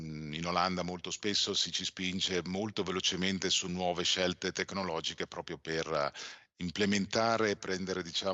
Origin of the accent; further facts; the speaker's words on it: Bogliasco, Liguria, Italy; moved away as an adult; now in Netherlands; Prima, quando vivevo a Bogliasco, o magari facevo anche il pendolare all'inizio con Milano, sì, era una cosa normale, sì, siamo a Bogliasco, sono a Genova, vado nel centro storico.